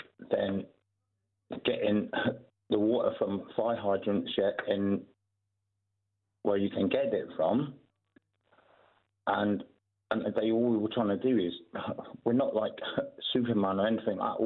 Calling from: South West England, United Kingdom; I'm from Cornwall.

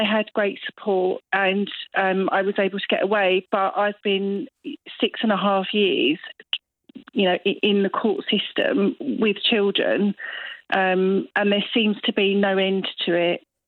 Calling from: Scotland, United Kingdom; I live in Eastern Barnshire.

